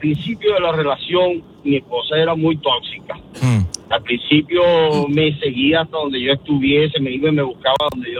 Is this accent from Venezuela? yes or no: yes; Venezuela; Venezuela.